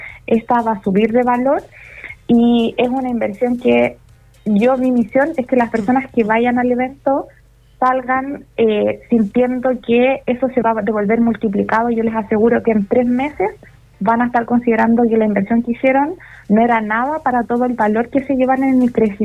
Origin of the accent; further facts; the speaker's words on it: Rancagua, O'Higgins, Chile; moved away; Yo actualmente vivo fuera de Rancagua, pero nací en Rancagua, me crié allá y tengo una relación muy cercana con muchas personas